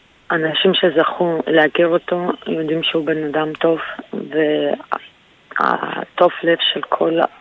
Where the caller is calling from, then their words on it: Petah Tikva, Central District, Israel; אנחנו גם בפתח תקווה.